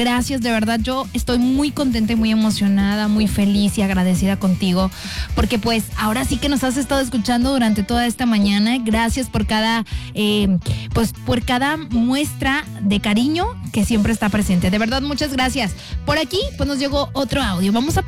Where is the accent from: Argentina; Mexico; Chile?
Mexico